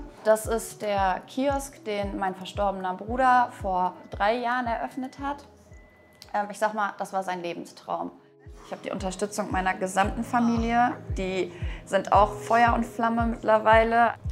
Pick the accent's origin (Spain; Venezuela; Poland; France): Poland; Warmian-Masurian Voivodeship; now in Verl, Germany; Wir kommen ursprünglich aus Polen, von den Masuren.